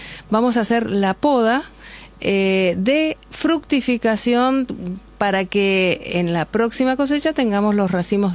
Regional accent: Mendoza, Argentina; Por eso vengo de Mendoza y estamos, claro, formando que, estamos, o sea, formando gente

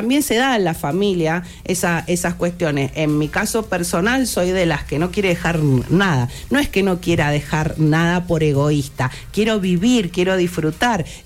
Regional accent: Argentina

